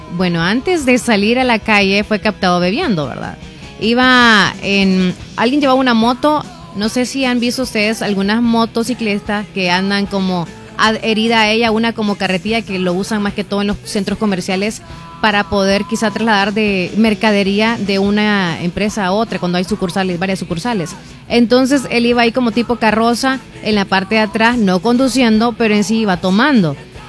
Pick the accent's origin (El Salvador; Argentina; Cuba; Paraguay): El Salvador; sabiendo cómo somos los salvadoreños y la economía de nosotros